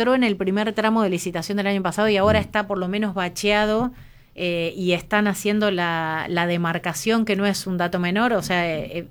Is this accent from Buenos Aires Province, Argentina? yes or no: no; Entre Ríos, Argentina; moved away; el regreso de mi tierra. Cada vez que volvés de Entre Ríos